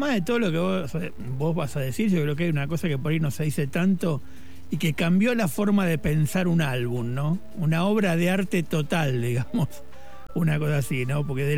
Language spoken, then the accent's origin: Spanish; Argentina